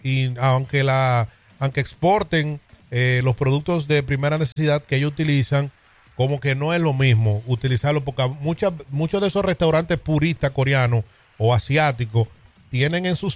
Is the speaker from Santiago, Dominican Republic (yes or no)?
yes; Licey al Medio, Santiago, Dominican Republic; born there; yo nací en una zona en Licey al Medio, en Las Palomas, donde se asaba mucho y se asa mucho cerdo para diciembre